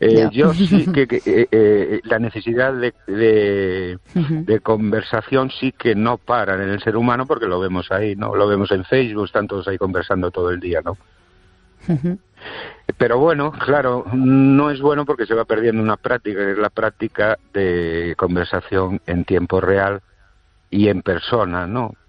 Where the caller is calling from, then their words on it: Ourense, Galicia, Spain; de Orense.